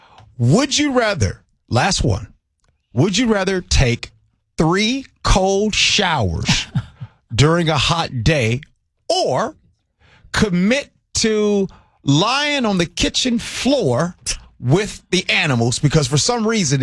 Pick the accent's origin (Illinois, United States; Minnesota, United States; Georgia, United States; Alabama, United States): Illinois, United States; Chicago; moved away; I grew up in Chicago.